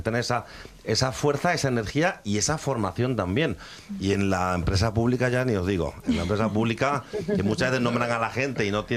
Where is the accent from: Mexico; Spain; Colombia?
Spain; Extremadura; tenemos una carencia enorme con el inglés, los extremeños, ¿no? Entonces, claro, nos cuesta. Por eso nosotros muchas veces deletreamos o leemos tal y como se escribe, ¿no?